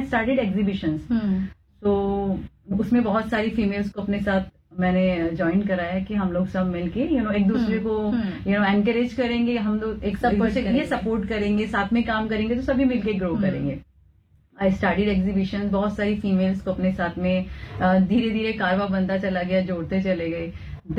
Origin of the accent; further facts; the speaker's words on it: Delhi, India; moved away as an adult; now in Mumbai, India; I got married and I shifted to Mumbai. मैं दिल्ली से हूँ, दिल्ली से फिर मैं इधर आई।